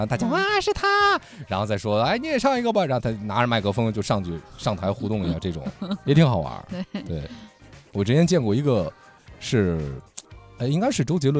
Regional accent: Shijiazhuang, Hebei, China; 我的家乡石家庄

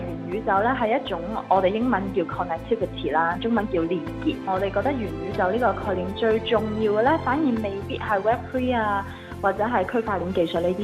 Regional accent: Hong Kong; 我是一个香港土生土长的创业者，读书的时候在外国多一点。

